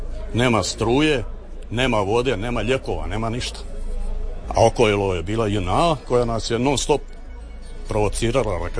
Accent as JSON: {"language": "Croatian", "town": "Kijevo", "region": "Šibenik-Knin County", "country": "Croatia", "said": "iz Kijeva sam dragovoljac Domovinskog rata"}